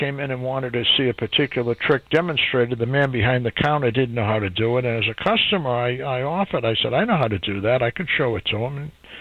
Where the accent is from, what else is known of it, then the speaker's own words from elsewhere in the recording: Watertown, Massachusetts, United States; I grew up in Watertown, Mass.